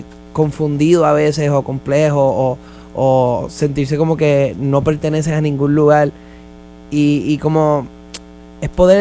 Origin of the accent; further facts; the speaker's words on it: Puerto Rico; Pero es porque yo soy de Puerto Rico y en Puerto Rico hace mucho calor.